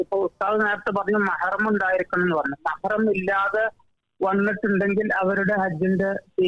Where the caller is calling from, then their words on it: Saudi Arabia; ഞാൻ സൗദി അറേബ്യയിൽ നിന്നാണ് വിളിക്കുന്നത്.